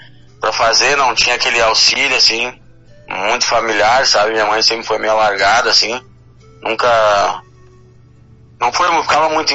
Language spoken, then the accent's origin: Portuguese; Rio Grande do Sul, Brazil; Sim, uh-huh. Eu sou do Rio Grande do Sul, uh-huh.